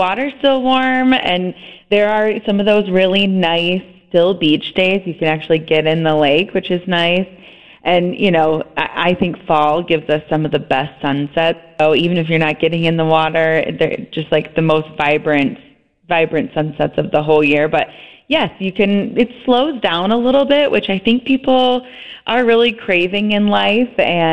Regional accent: Michigan, United States; I'm born and raised in Michigan

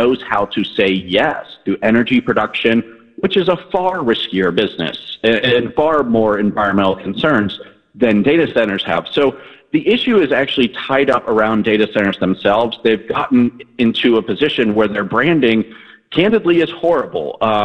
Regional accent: Ohio, United States; So I remember growing up in Northeast Ohio, there was this idea of energy production that would be coming there.

